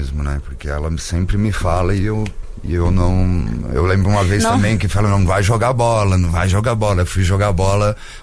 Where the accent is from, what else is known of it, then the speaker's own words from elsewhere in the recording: Santo André, São Paulo, Brazil; Eu fiquei em Santo André até começar a fazer mesmo teatro.